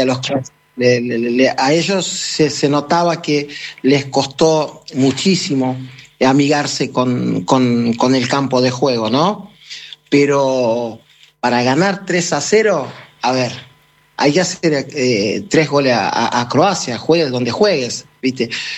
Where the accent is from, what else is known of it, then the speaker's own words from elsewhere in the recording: Cape Verde; born there; Spanish is a second language; also born or lived in Lisbon, Portugal; venía de más allá que viví, nací en Cabo Verde, viví en Lisboa, pasaporte portugués, pero sangre caboverdiana, ¿no?